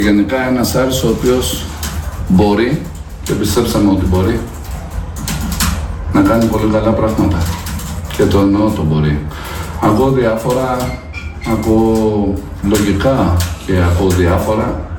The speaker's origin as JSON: {"language": "Greek", "country": "Greece", "said": "Εγώ σαν Έλληνας"}